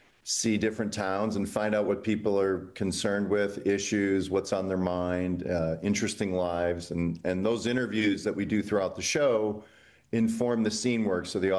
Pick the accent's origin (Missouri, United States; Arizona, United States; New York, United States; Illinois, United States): Illinois, United States; And I grew up in Illinois, and so I traversed Nebraska many times by car